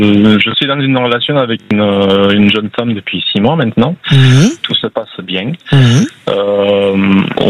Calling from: Occitanie, France

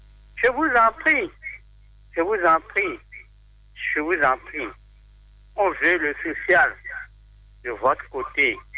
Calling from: Porto-Novo, Ouémé, Benin; je suis depuis Porte Nouveau.

